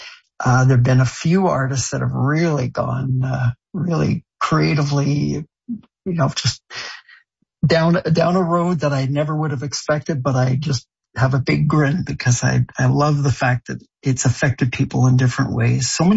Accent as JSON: {"language": "English", "country": "France", "tie": "born or raised there", "also_born_or_lived": "Ottawa, Canada", "said": "I think, I grew up in France, but I was born in Ottawa. And when we moved back to Canada, we had a place in the upper Ottawa."}